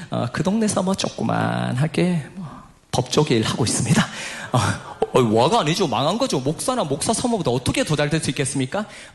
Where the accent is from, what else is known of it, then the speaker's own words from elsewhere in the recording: Daegu, South Korea; 저희 고향이 대구인데